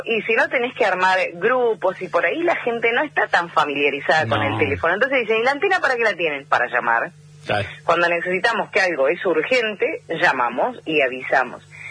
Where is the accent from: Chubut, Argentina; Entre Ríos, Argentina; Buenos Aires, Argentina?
Chubut, Argentina; Trelew; born there; Trelew, Chubut, nací yo. Mi papá estaba alrededor de 200 kilómetros, ruta 3 al sur.